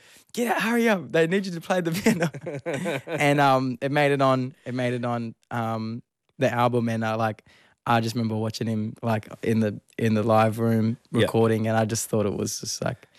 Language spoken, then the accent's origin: English; Leinster, Ireland; When we were little kids, just growing up in Fingal.